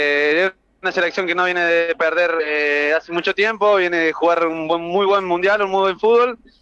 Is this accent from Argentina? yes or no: yes; Córdoba, Argentina; now in Valencia, Spain